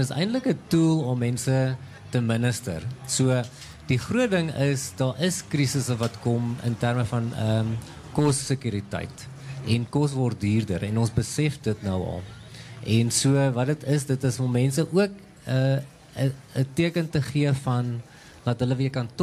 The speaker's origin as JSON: {"language": "Afrikaans", "town": "Klerksdorp", "region": "North West", "country": "South Africa", "tie": "born there", "said": "het ek al gekry om terug te kom Klerksdorp toe. Ja. En dit is nogal interessant, hierdie was op my laerskool saamtrek hier oorkant ons"}